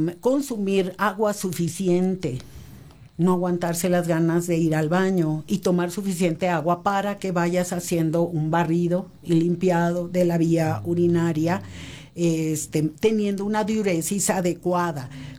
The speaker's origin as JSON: {"language": "Spanish", "region": "Tabasco", "country": "Mexico", "tie": "born or raised there"}